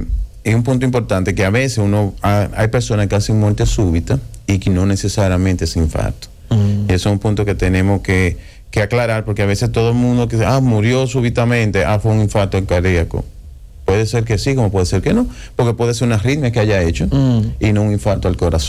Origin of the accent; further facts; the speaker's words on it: Dominican Republic; debemos nosotros como dominicanos